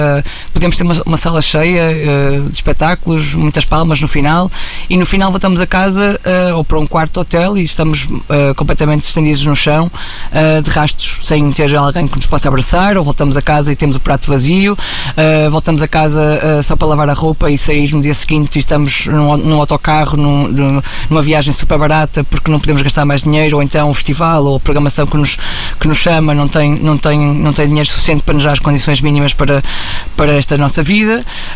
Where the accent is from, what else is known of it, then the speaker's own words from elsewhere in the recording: Vila Nova de Gaia, Norte, Portugal; Eu sou de Gaia, portanto sou da margem sul e gosto de dizer isto com muito orgulho, porque sou mesmo da margem sul da região do Porto